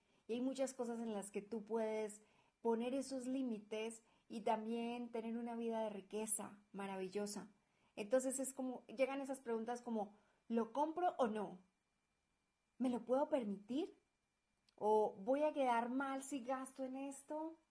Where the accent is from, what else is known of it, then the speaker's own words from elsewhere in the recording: Colombia; now in Guadalajara, Mexico; Recuerda que … colombiana viviendo en Guadalajara, México